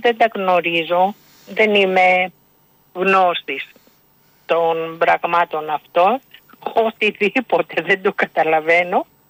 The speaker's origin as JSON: {"language": "Greek", "town": "Athens", "region": "Attica", "country": "Greece", "tie": "born or raised there", "lives_now": "Corfu, Greece", "said": "Εντάξει, και εγώ εκεί μην νομίζεις, μάλλον. Έχω μεγαλώσει στην Αθήνα."}